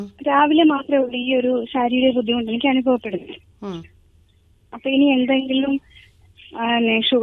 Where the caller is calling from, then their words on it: Kollam, Kerala, India; കൊല്ലത്തുനിന്ന് വിളിക്കുകയാണ്.